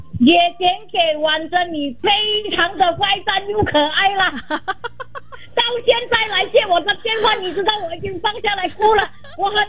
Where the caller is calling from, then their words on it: Malacca, Malaysia; 我是来自马六甲的